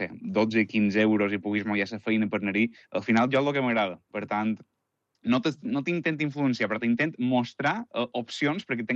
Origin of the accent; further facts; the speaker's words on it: Sineu, Balearic Islands, Spain; I jo he nascut i m'he criat i visc encara dia d'avui a Sineu.